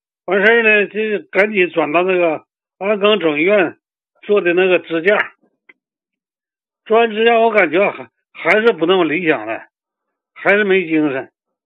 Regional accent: Anshan, Liaoning, China; 哎，我今年67了，是在辽宁鞍山的。

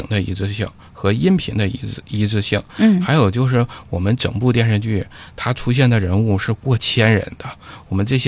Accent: Jilin, China; 我们作为东北人啊，尤其是吉林人

